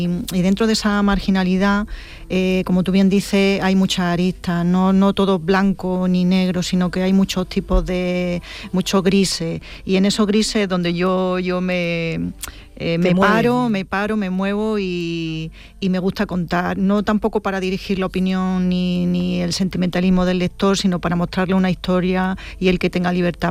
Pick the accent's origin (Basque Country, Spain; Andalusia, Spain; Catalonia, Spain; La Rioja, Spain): Andalusia, Spain; se me da en mi tierra, en Andalucía